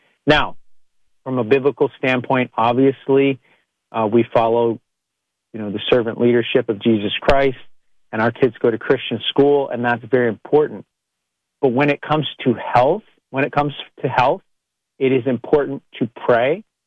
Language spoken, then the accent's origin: English; Ontario, Canada; I grew up on the St. Lawrence River, small town in Eastern Ontario, Canada, kind of near the Thousand Islands, about 50 miles east of the Thousand Islands. St. Lawrence River, very beautiful, very scenic. And our town had this really nice dock area.